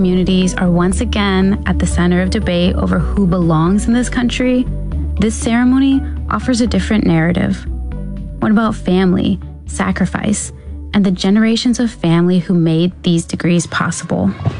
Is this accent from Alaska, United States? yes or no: no; California, United States; I raise my hand too, because I'm also the first in my family to get a college degree. I grew up in the Central Valley as well, just a couple hours north. My dad's side of the family came over from Mexico to work in the fields